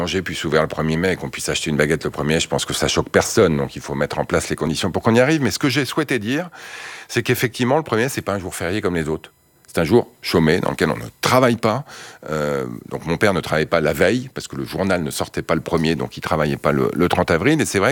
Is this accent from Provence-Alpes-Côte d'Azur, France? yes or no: no; Montreuil, Île-de-France, France; Et moi, j'ai grandi à Montreuil, dans le 93, en Seine-Saint-Denis, dans un HLM.